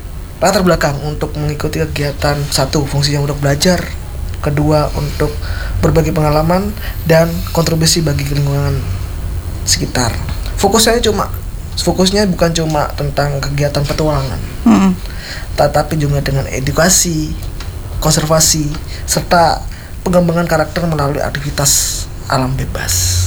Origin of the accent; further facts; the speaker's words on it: Jember, East Java, Indonesia; Alhamdulillah saya asli Jember.